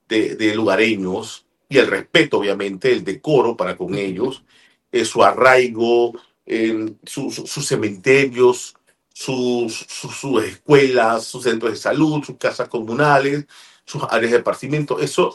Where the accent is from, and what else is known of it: Panama